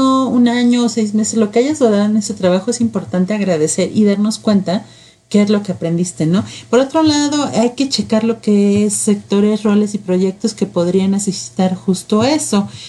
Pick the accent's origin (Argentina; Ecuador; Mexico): Mexico; Sobre todo cuando somos mexicanos, que nuestras preocupaciones y emociones es a través de la comida, ¿no?